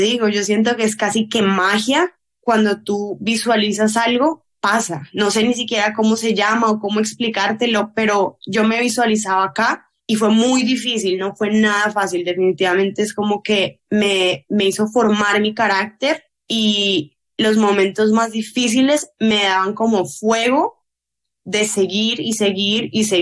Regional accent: Colombia; moved away as an adult; yo me fui de Colombia, mi mamá me apoyó mucho, tuve muchas becas de la universidad a la que apliqué

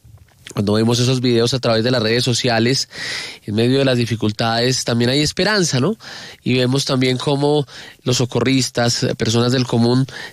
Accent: Colombia; porque a todos nos duele como colombianos la situación que se presentó esta semana en nuestro país.

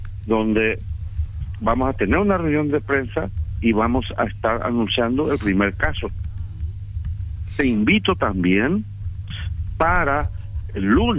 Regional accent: Paraguay; sino soy el cirujano paraguayo y represento y unifico a mi país.

